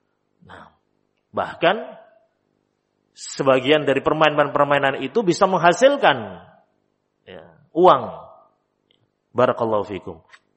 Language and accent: Indonesian; Java, Indonesia; kalau dalam istilah kita orang Jawa, ojo kalah karo arek, ya.